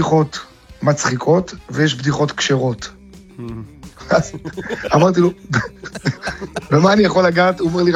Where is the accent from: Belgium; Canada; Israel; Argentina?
Belgium; Antwerp, Flanders; moved away; גדלתי איתו בבלגיה, באנטוורפן.